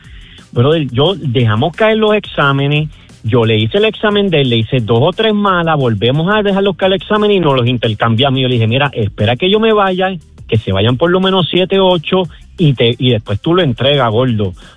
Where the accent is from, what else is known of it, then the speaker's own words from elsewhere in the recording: Carolina, Puerto Rico; Soy de Carolina, imagínate.